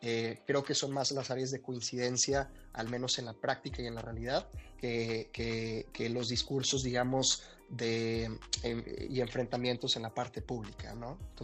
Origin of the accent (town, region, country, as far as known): Mexico